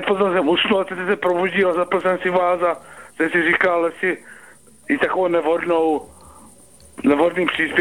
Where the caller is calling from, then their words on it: Zlín, Zlín Region, Czechia; já jsem ze Zlína